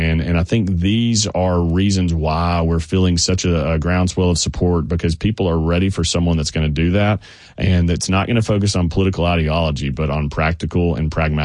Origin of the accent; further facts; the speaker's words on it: Columbia, Tennessee, United States; Of course, I'm from Columbia, born and raised, went to school in Knoxville, went to law school in Memphis. And so I'm Tennessee through.